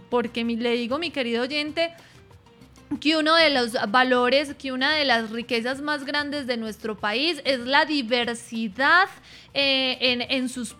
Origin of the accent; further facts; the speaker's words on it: Colombia; somos colombianos y que vivimos en un país tan hermoso, tan rico como lo es Colombia.